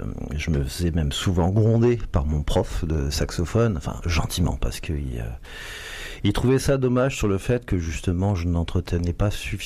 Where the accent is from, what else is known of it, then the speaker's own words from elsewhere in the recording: Vitry-le-François, Grand Est, France; Moi, je suis d'originaire de la Marne. Et là-bas, à Vitry-le-François, il y a beaucoup de commémorations militaires, des défilés.